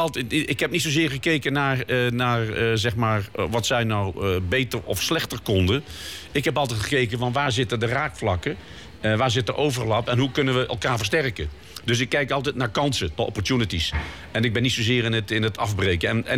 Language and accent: Dutch; Limburg, Netherlands; had ik altijd het gevoel alsof ik terug was in mijn jeugd in Limburg. Want daar ging de deur niet op slot. En de buren stonden voor elkaar klaar.